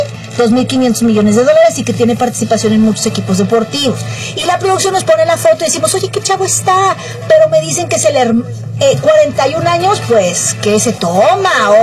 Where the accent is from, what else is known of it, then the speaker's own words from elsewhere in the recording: Mexico; le vamos a Checo porque somos mexicanos.